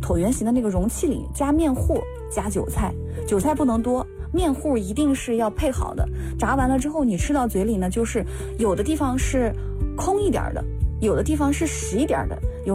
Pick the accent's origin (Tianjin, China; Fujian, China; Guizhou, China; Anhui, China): Anhui, China; Anqing; moved away as an adult; now in Shenzhen, China; 我呢是一个土生土长的安庆妹子。听到安庆两个字，您可能会有点不知道那是哪儿。我跟大家报告一下，这个呀是在安徽省的安庆市